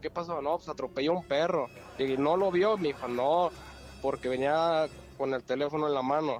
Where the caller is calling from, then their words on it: Tuxpan, Jalisco, Mexico; De Tuxpan, Jalisco.